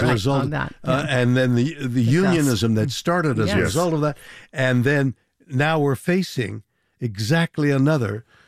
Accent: Canada; now in United States; although I'm a Canadian.

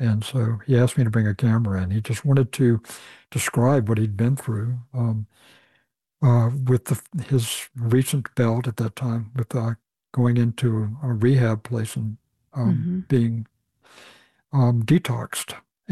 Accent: the South, United States; because I grew up in the South and it's a land where people tell stories

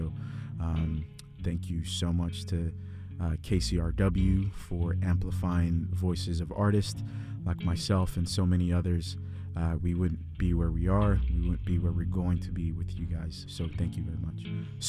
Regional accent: Fort Worth, Texas, United States; I am an artist from Fort Worth, Texas.

